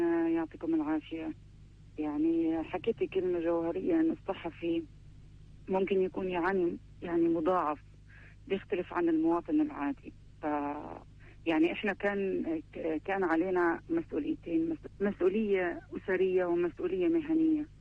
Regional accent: Beit Lahia, Gaza Strip, Palestine; أنا من شمال القطاع، من مدينة بيت لاهيا. فكانت الشمال من بداية الحرب هو أكثر منطقة كانت متضررة

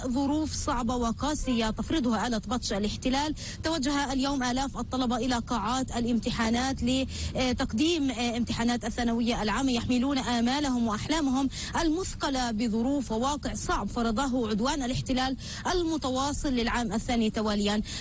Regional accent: Palestine; علينا كفلسطينيين

